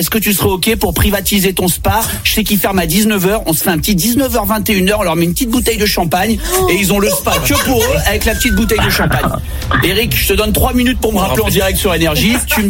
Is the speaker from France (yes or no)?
yes; Provence-Alpes-Côte d'Azur, France; je suis originaire d'une station ski des Alpes du Sud que j'adore.